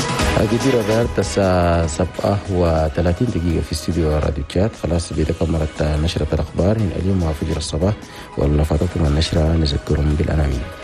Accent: Chad; في بلدنا تشاد.

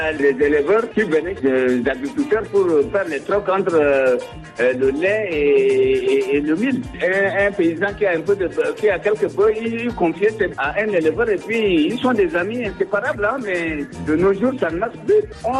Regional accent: Chad; Il faudrait qu'ils comprennent que nous sommes tous des Tchadiens.

